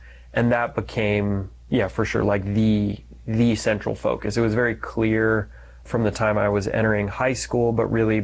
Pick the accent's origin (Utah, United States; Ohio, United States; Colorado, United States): Colorado, United States; Denver; So I was brought up in just outside of Denver, played a lot of sports.